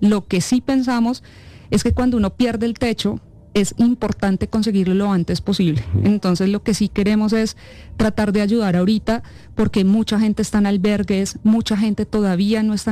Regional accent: Colombia

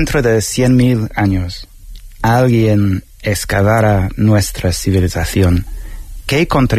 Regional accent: Spain; also born or lived in London, United Kingdom; Bueno, en mi caso no, soy español, pero, nacido en Londres.

